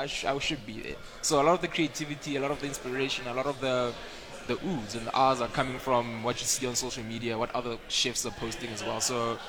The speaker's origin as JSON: {"language": "English", "country": "South Africa", "said": "So, again, it's crazy. Like, being South African is like, it's a pleasure. It's an honor, if anything."}